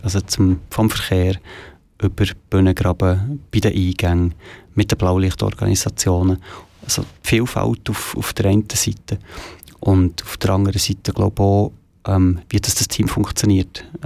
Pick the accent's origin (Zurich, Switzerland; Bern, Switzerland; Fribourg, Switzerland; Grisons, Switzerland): Zurich, Switzerland; Schlieren; ich bin in Schlieren aufgewachsen